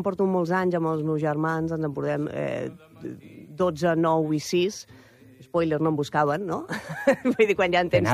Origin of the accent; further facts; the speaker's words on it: Mataró, Catalonia, Spain; Jo soc de Rocafonda, també, com el Lamin Yamal.